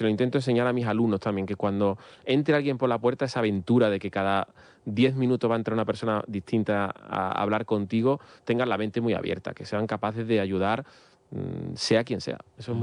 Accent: Andalusia, Spain; now in Madrid, Spain; Yo que soy andaluz, pues Vallecas puede ser lo que más se parece a Andalucía, ¿no?

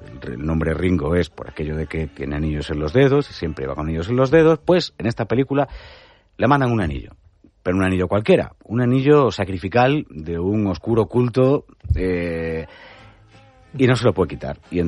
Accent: Spain; que somos españoles, podemos ser chauvinistas con los ingleses y con los franceses

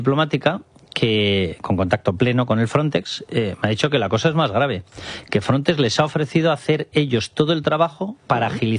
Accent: Spain; somos todos los españoles los que no queremos

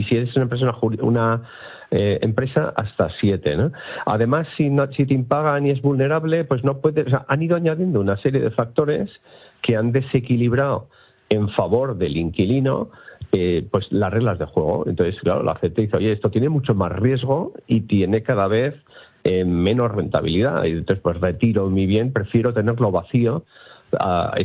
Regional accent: Bilbao, Basque Country, Spain; O sea, yo que soy de Bilbao y siempre pongo el ejemplo muy sencillo.

